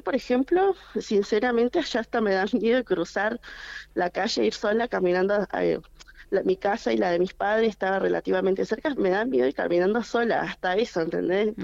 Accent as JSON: {"language": "Spanish", "town": "Caleta Olivia", "region": "Santa Cruz", "country": "Argentina", "said": "No, la verdad, y más para uno que es de acá y vive acá y te preguntan, vas a tal lado, ¿de dónde sos? De Caleta."}